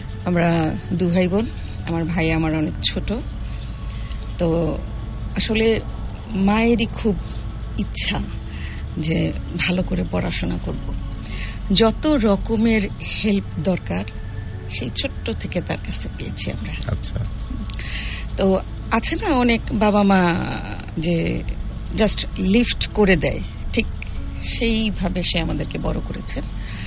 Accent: Dhaka, Dhaka Division, Bangladesh; আমি পুরনো ঢাকায় বড় হওয়া একজন মানুষ এবং মধ্যবিত্ত পরিবারে বড় হওয়া মানুষ।

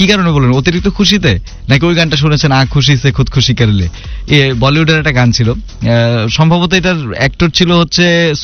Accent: Bulgaria; আমি বাংলাদেশি ভাই, আমি চাইনিজ ভাষা বুঝি না

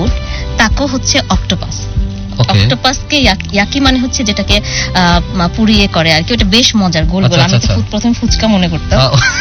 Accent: Bangladesh; moved away as an adult; now in Japan; বাংলাদেশেও শিক্ষকতা পেশায় ছিলাম 5.5 বছর টিচিং এ থেকে তারপর জাপানে গিয়ে, তো আমার বেশি ভালো লাগে এটা যে আমি একজন বাংলাদেশি এবং জাপানিজ স্কুলে ইংলিশ পড়াই।

